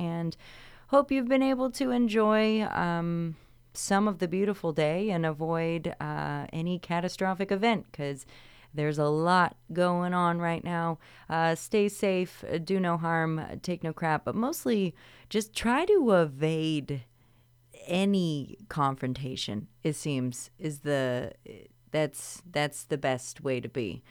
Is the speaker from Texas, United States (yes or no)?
yes; Texas, United States; moved away; I'm originally from Texas